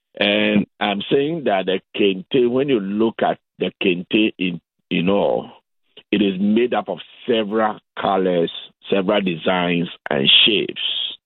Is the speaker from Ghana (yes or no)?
yes; Ghana; So for me as a Ghanaian, if I engage you in a conversation, you don't need to tell me you are from the Volta region or you are from the northern savannah